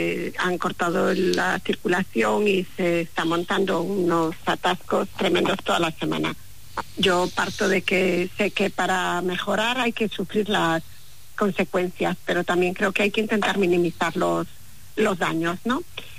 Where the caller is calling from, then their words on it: Pontevedra, Galicia, Spain; Desde Pontevedra.